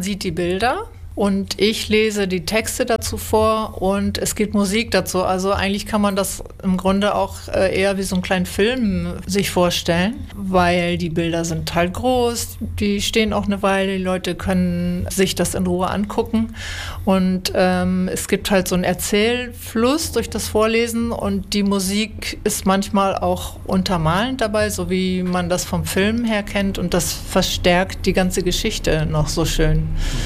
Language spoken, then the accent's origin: German; Hamburg, Germany; now in Bremen, Germany; Genau, ich lebe und arbeite in Bremen. Ich bin zum Studieren hergekommen. Eigentlich komme ich aus Hamburg.